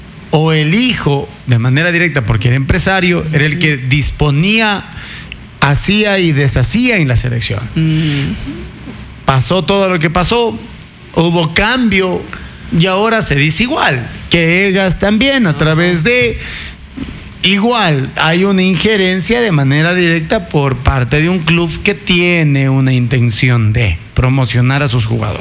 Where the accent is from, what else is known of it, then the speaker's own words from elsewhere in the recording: Ecuador; nosotros como ecuatorianos, argentinizados y todo